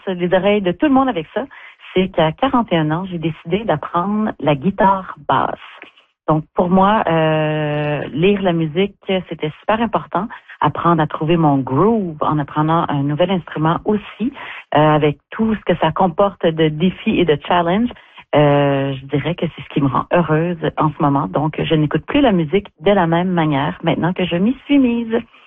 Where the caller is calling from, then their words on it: Montreal, Quebec, Canada; je vous appelle de Montréal.